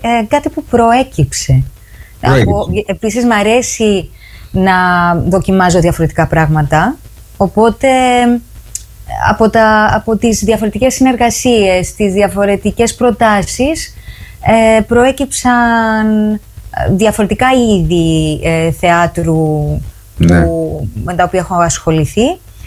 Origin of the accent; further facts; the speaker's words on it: Troulloi, Larnaca District, Cyprus; now in London, United Kingdom; Είμαι από τους Τρούλους, ένα χωριό στην επαρχία Λάρνακας.